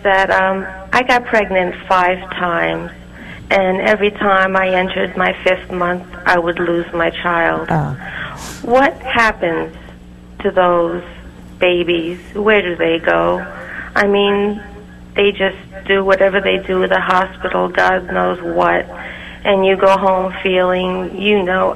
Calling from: Warwick, New York, United States; Warwick, New York.

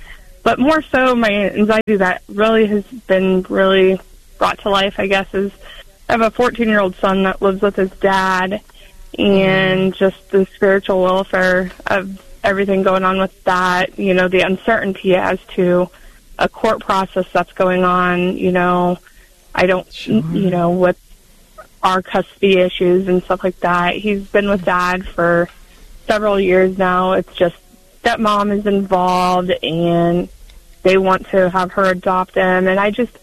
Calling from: Hastings, Nebraska, United States; But I'm from Hastings and Nebraska.

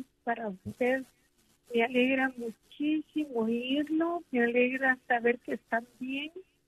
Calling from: Guatemala; Lo llamo de Guatemala.

